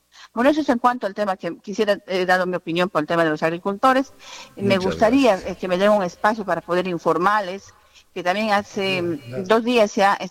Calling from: Tonchima, San Martín, Peru; acá en Tonchima

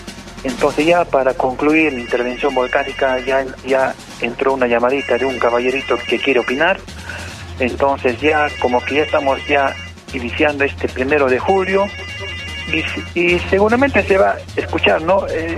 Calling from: Peru; Esperemos pues que nos unamos, ¿no?, como peruanos

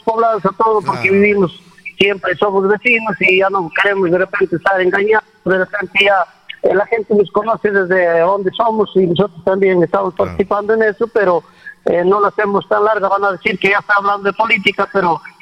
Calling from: Peru; Yo ya estoy por los 62 años también y todavía me he ido para allá. Yo soy de Sócrates

